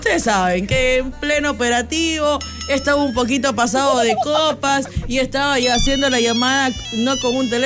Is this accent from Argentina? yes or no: no; Ecuador